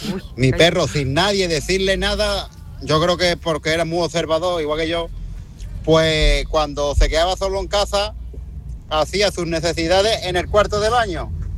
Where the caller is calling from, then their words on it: Chucena, Andalusia, Spain; de Chucena.